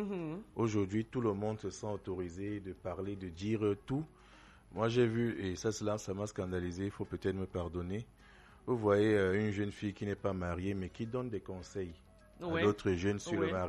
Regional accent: Cameroon; chez nous au Cameroun

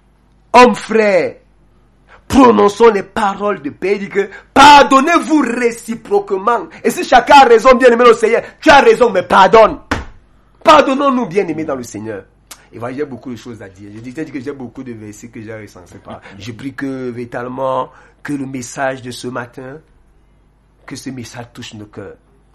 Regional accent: Kondongo, Cameroon; Moi, je me rappelle, on a grandi ici en Kondongo. Je parle Lombo

